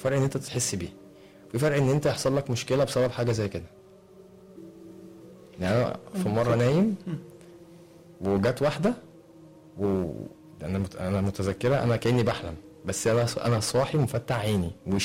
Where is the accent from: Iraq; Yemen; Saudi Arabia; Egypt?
Egypt; Upper Egypt; مره وانا صغير عندنا في الصعيد